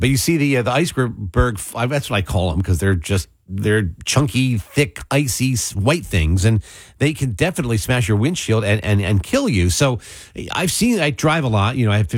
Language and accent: English; Mays Landing, New Jersey, United States; so I grew up in Mays Landing